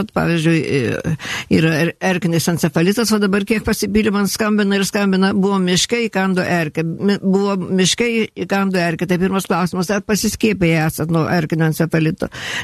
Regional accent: Telšiai, Telšiai County, Lithuania; aš esu iš Telšių. Aš gimiau Telšiuose, mokiausi Telšiuose

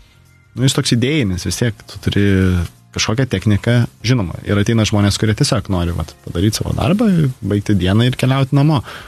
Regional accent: Šilutė, Klaipėda County, Lithuania; moved away as an adult; aš esu iš Šilutės, tai gyvenau visą laiką Šilutį

